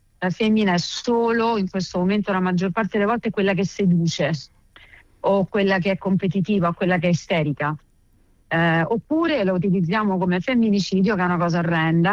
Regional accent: Rome, Lazio, Italy; io sono una randagia, sono della Garbatella e sono veramente una ragazzina con gli artigli

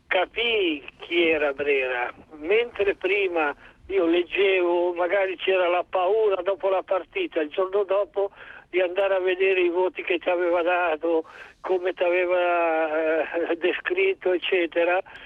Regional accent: Casaletto Lurano, Lombardy, Italy; eravamo quasi compaesani, no? Lui era di San Zenone Po, io sono di Casale Lurani

